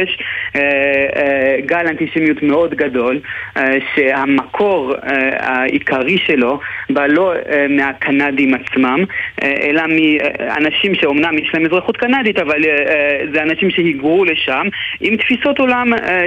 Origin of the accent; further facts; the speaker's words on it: Montreal, Quebec, Canada; לוודא שכשיש אירוע כמו בית ספר שלי שבו איפה שגדלתי במונטריאול ששולחים בו עליו בקבוק תעבירה